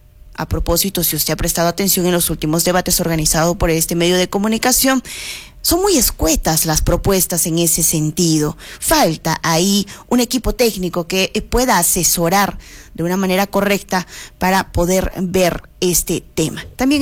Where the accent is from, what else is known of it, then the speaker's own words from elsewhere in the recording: Peru; los diferentes recursos que tenemos como peruanos